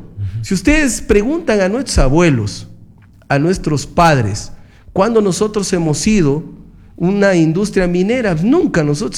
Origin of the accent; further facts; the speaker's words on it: Loja, Ecuador; Nuestro paso lateral de Loja